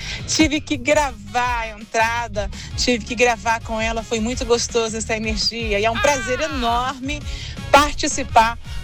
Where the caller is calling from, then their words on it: Vitória, Espírito Santo, Brazil; sou de Vitória, Espírito Santo.